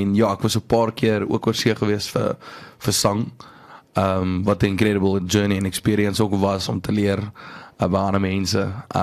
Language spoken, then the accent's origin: Afrikaans; Secunda, Mpumalanga, South Africa; ek kom van Sekunda af en ek het my hele leven lang eindelijk al, het ek daar so geblei.